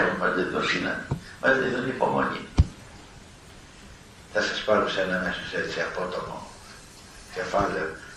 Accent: Peloponnese, Greece; moved away; όπως λένε στην πατρίδα μου, την Πελοπόννησο

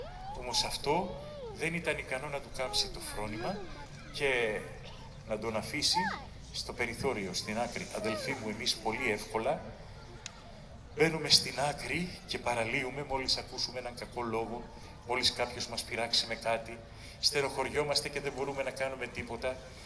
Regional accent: Greece; Εμείς ως Έλληνες δεν σταματάμε να μνημονεύουμε τους Ρώσους αδερφούς μας.

